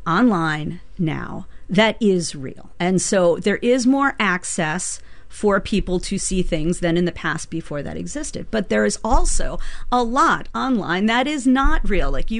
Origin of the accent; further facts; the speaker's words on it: New York, United States; moved away; growing up in New York